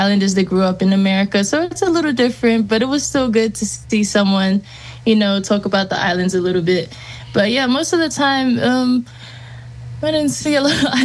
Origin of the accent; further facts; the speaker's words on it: New Zealand; now in United States; You know, I grew up in New Zealand, so being around a lot of cultures was a little hard sometimes